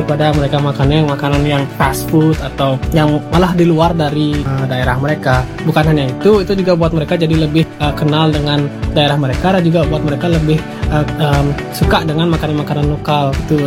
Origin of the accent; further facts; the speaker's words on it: Klungkung, Bali, Indonesia; saya dari Klungkung.